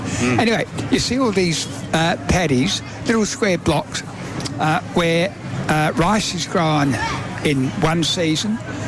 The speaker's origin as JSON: {"language": "English", "country": "Australia", "said": "And my wife's French and English background. And so we're only Australian now. We've got nowhere else this time."}